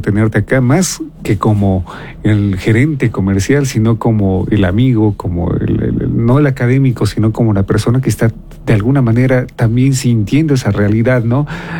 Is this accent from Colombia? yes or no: no; Ecuador; para que nosotros como ecuatorianos, que hoy precisamente juega la selección